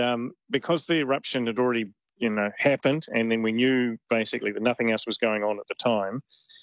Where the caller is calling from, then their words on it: Vanuatu; I'm calling you from Vanuatu at the moment